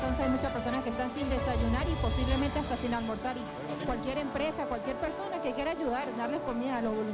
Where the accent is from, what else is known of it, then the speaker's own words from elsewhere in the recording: Táchira, Venezuela; somos los venezolanos, los tachirenses.